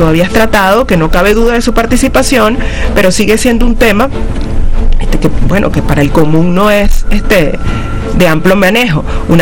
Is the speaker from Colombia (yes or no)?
no; Venezuela; moved away; Mira, yo me fui de Venezuela, pero no porque soy patriota. Me fui de Venezuela